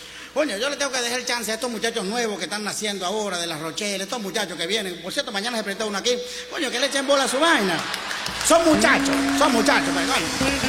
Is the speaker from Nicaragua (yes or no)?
no; Venezuela; Lo que yo haga con mis reales como venezolano